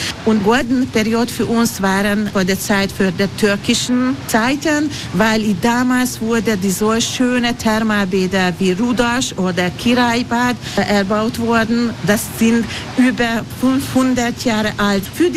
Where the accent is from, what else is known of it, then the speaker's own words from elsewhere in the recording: Budapest, Hungary; German is a second language; aber bei uns in Ungarn, in Budapest, finden sie Ilice.